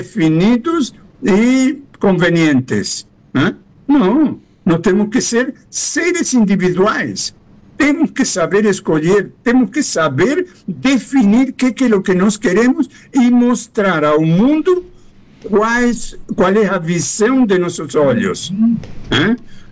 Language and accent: Portuguese; Argentina; moved away; um tango da minha terra